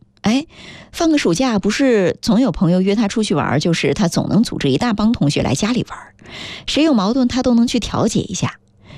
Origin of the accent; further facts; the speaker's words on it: China; 我们中国人